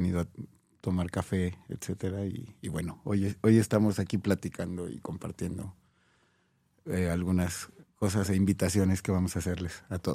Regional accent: Mexico; born there; yo nací también aquí en San Rafael y este lugar he pasado muchísimas veces

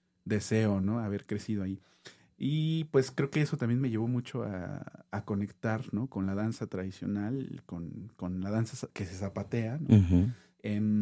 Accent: Mexico City, Mexico; born there; Yo nací aquí, bueno, yo siempre digo que tuve como el infortunio de nacer en la Ciudad de México, porque mi familia es oaxaqueña, entonces todos mis hermanos nacieron en la sierra de Oaxaca.

